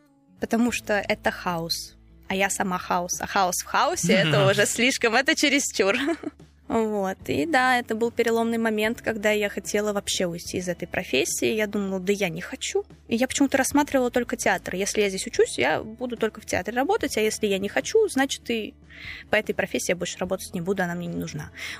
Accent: Nizhny Novgorod, Nizhny Novgorod Oblast, Russia; Естественно, что я нижегородка, я никуда уезжать в другой город не хочу. Мне здесь комфортно, мне здесь хорошо

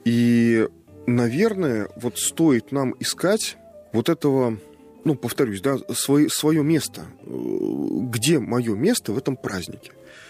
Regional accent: Nizhny Novgorod Oblast, Russia; Я же нижегородец, я же тоже, я член церкви Нижегородской земли.

